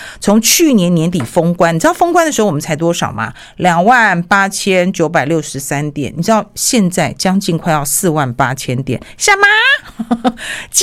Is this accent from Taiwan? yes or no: yes; Taiwan; 我们台湾人